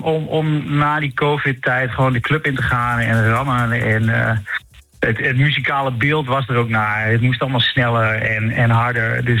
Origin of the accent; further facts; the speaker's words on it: Overijssel, Netherlands; nou kom ik uit Twente